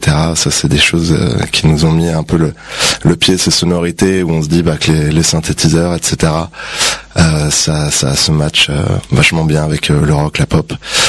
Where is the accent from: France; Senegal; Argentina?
France; Île-de-France; on vient d'une petite ville, donc dans le 78, effectivement, pas dans le 95.